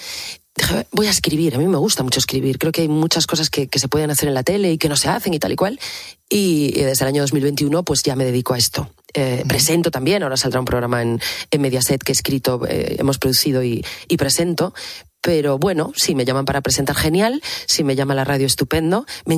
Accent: Asturias, Spain

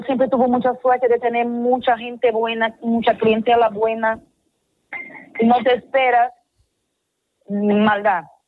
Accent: São Luís, Maranhão, Brazil; now in Spain; Sí, soy de Brasil, pero hace 20 años que estoy aquí

